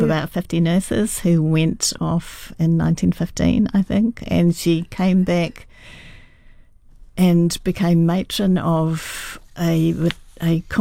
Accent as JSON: {"language": "English", "region": "Wellington", "country": "New Zealand", "tie": "born or raised there", "said": "So when I was growing up in Wellington, the newspaper had something called the Children's Page"}